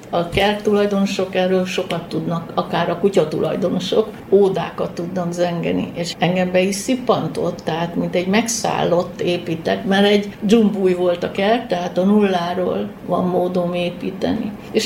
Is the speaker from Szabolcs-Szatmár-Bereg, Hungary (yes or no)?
no; Budapest, Hungary; born there; moved away as an adult; now in Tiszakürt, Hungary; itt születtem Budapesten, itt élek, itt a 4 gyerekem, unokám.